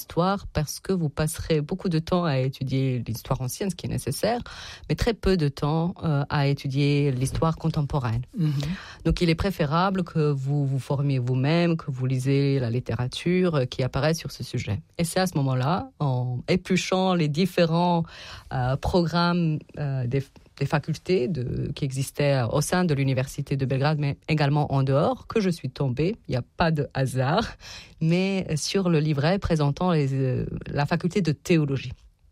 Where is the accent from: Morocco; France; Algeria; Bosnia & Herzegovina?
Bosnia & Herzegovina; Tuzla, Federation of Bosnia and Herzegovina; French is a second language; moved away; parce que je suis née en Bosnie, c'était encore l'ex-Yougoslavie. Et mes parents...